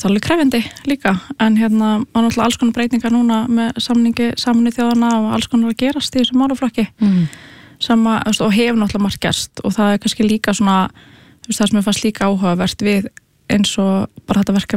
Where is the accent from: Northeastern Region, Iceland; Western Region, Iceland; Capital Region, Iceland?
Capital Region, Iceland; Breiðholt; ég ólst upp í Breiðholti og var í Hólabrekkskóla og flutti hana í hérna Gaggó í Fossvoginn